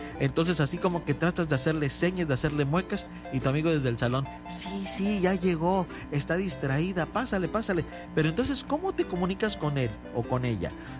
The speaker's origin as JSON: {"language": "Spanish", "country": "Mexico"}